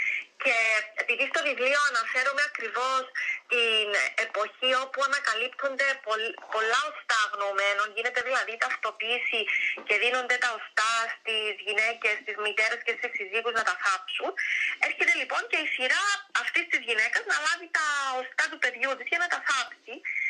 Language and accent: Greek; Cyprus